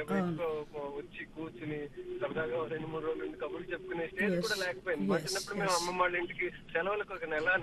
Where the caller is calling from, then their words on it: Hyderabad, Telangana, India; నేను హైదరాబాద్ నుంచి మాట్లాడుతున్నాను.